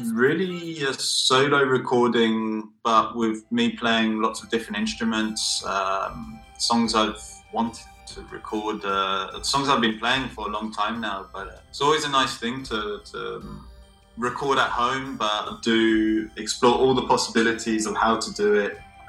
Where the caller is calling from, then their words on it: Zaragoza, Aragon, Spain; I'm coming from Zaragoza with 2 Zs.